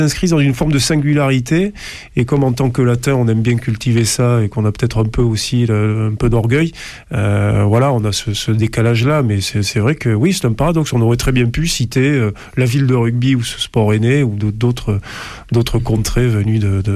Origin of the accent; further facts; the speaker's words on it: Toulouse, Occitanie, France; en tant que Toulousain